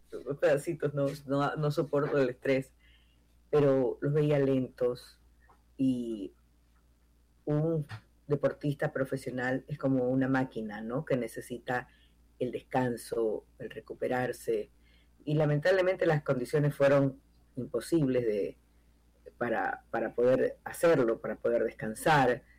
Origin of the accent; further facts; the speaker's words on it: Ecuador; nosotros como ecuatorianos